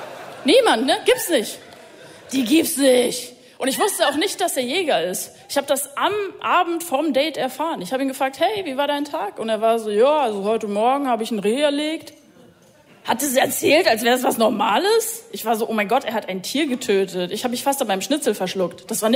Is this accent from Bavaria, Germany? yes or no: yes; Munich, Bavaria, Germany; Ich habe ja schon erwähnt, ich komme aus München und ich mag die Stadt. Ich liebe die wirklich, bin da geboren, aufgewachsen.